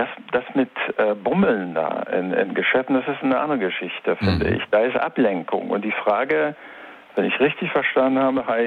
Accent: Quebec, Canada; German is a second language; Aber nein, nee, nee, ich komme aus Quebec.

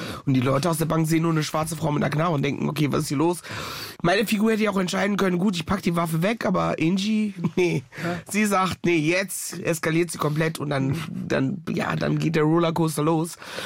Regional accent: North Rhine-Westphalia, Germany; Also zwar hier groß geworden in NRW und im Herzen bin ich auch immer noch eine rheinische Mädchen, aber tatsächlich auch immer noch verwurzelt mit meinen Wurzeln tatsächlich.

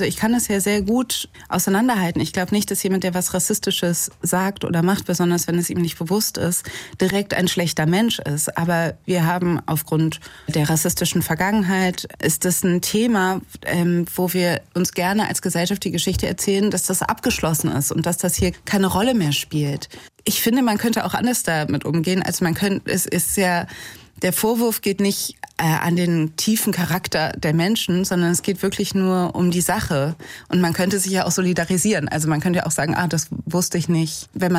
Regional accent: Cologne, North Rhine-Westphalia, Germany; ich bin Kölnerin, das heißt, in unseren Traditionen steckt es auch.

